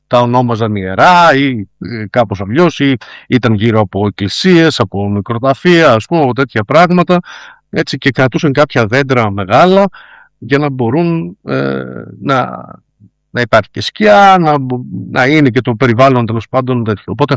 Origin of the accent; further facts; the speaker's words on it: Epirus, Greece; από την ανάγκη του να ζήσω στην Ήπεθρο, ας πούμε, στο χωριό μου.